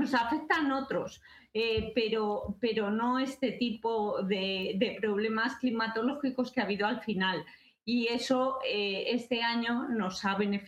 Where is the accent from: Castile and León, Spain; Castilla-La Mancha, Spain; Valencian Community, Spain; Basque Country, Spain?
Castilla-La Mancha, Spain; Guadalajara; porque nosotras somos de Guadalajara y somos de Castilla